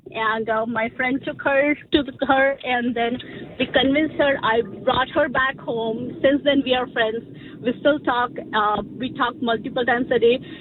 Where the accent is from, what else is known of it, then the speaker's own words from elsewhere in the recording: India; English is a second language; now in New Jersey, United States; We grew up in India and we kept moving around. But finally, we are like just an hour apart, both in New Jersey.